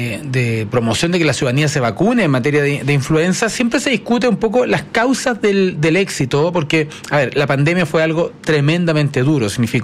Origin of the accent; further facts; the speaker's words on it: Chile; Porque a veces uno como chileno deja pasar